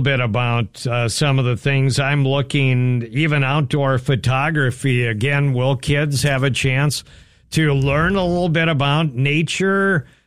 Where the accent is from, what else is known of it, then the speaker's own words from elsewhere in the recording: Willmar, Minnesota, United States; I grew up in Wilmer